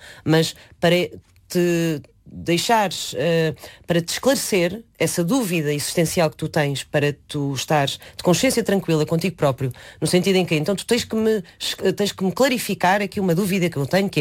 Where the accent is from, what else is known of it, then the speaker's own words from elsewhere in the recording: Cascais, Lisbon, Portugal; also born or lived in Leiria; porque nasci lá e com meses de idade mudei-me para Cascais. Mudei-me não, os meus pais mudaram-se e levaram-me atrás. E passei as minhas férias escolares em Leiria até aos meus 12, 13 anos.